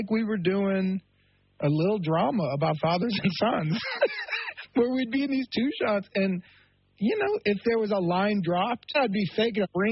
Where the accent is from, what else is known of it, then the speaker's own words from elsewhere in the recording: Evanston, Illinois, United States; also born or lived in Lincoln Park; From Evanston. Okay. Then in the end, Lincoln Park. My mother was Rogers Park. But now my mother's out here in L.A.